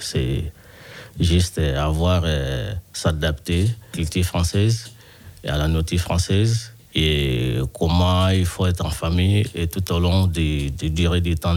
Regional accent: DR Congo; now in France; je parle pour précisément de chez nous au Congo, au RDC.

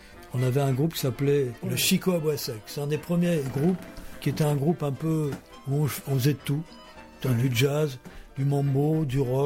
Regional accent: Dreux, Centre-Val de Loire, France; born there; moi je suis né à Dreux

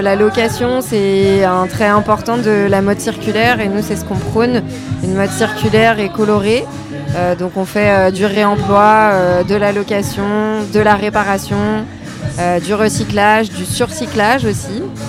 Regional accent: Brittany, France; par chez nous dans le Finistère.

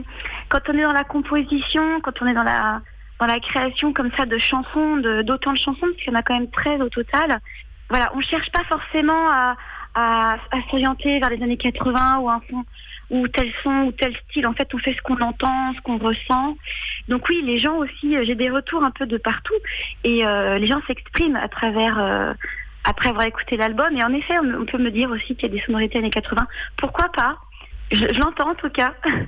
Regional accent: Challans, Pays de la Loire, France; parce que je suis vendéenne, je suis de Chaland

